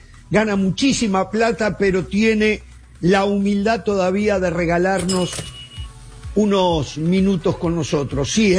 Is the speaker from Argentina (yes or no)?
yes; Argentina; lo felicito como argentino, Pereira, lo felicito.